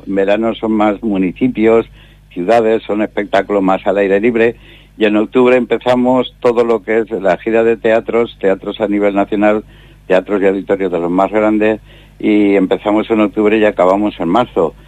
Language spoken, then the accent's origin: Spanish; Valencian Community, Spain; Para eso los valencianos tenemos raíces aragonesas.